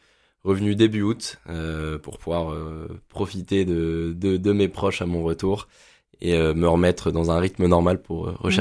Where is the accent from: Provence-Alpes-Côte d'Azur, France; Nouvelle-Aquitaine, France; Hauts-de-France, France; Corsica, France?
Hauts-de-France, France; Marcq-en-Barœul; also born or lived in Lille; je suis originaire de Marc-en-Barœul. J'ai grandi à Marc. J'ai fait mes études sur l'île. Donc, j'ai jamais énormément bougé, on va dire, dans ma vie au départ.